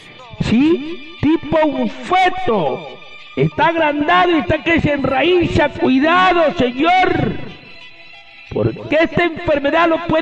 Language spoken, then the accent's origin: Spanish; Huancabamba, Piura, Peru; born there; now in Olmos, Peru; en mi tierra querida Huancabamba?